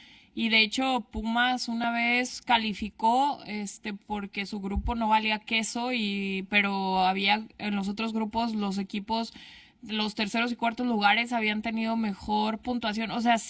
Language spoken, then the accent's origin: Spanish; Mexico; born there; yo sí soy mexicana, mi familia es la española, pero yo nací aquí. Pero pues sí, como tengo familia de España, sí tengo el corazón dividido entre México y España